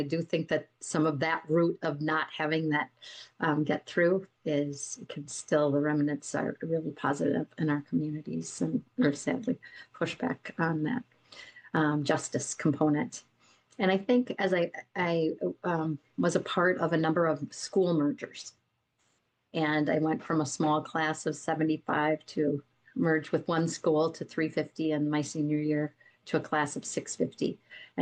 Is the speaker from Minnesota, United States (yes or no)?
yes; Golden Valley, Minnesota, United States; I was raised in Golden Valley, Minnesota, Okoche, the Dakota name for Minnesota.